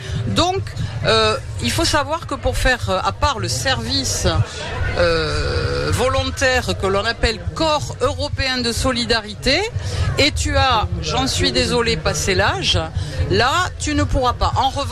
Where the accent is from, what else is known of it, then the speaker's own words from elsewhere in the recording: France; Bon, nous, on est français, il y en a un peu partout